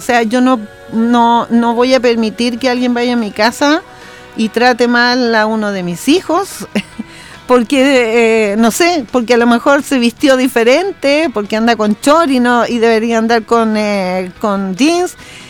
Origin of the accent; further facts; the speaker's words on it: Chile; Y aquí todos somos chilenos y todos debemos respetarnos